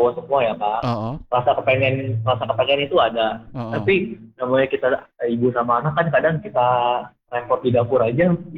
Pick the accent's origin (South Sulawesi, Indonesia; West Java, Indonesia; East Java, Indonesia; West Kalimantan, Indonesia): West Java, Indonesia; Bekasi; born there; padahal aku sendiri pun lahirnya di Bekasi dan mama papaku orang Jawa kak